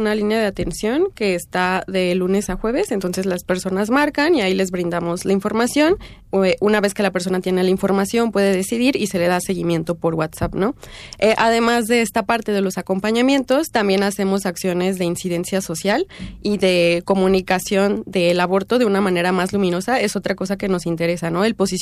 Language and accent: Spanish; Mexico City, Mexico; yo soy de Escapotzalco